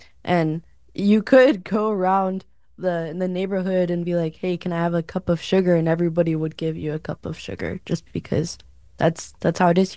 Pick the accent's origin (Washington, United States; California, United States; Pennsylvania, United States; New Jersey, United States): California, United States; It's certainly, like, a huge difference being growing up in the Imperial Valley compared to, like, other places around, like, even California.